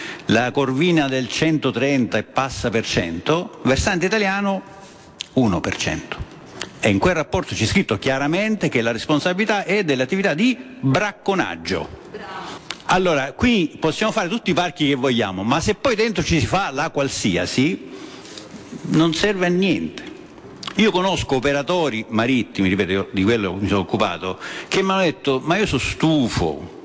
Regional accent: Sciacca, Sicily, Italy; sono di Sciacca, che è un famoso posto di pescatori

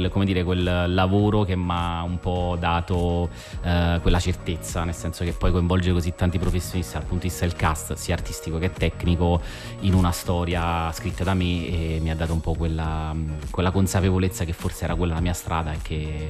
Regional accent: Oliveto Citra, Campania, Italy; born or raised there

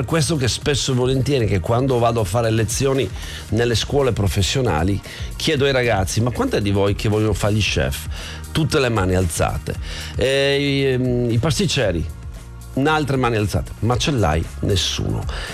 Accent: Canada; Io l'ho vissuto perché, essendo canadese, comunque vedevo sto arnese

